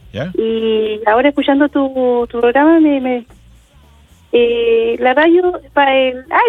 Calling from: Chile; yo soy de acá, de Santa Sabina.

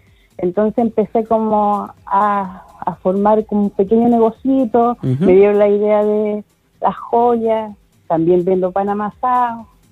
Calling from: Placilla, Chile; De Placilla.

